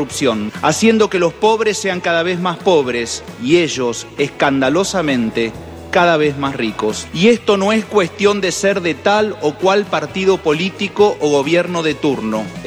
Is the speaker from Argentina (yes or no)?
yes; Argentina; Como sociedad argentina también recorremos caminos peligrosos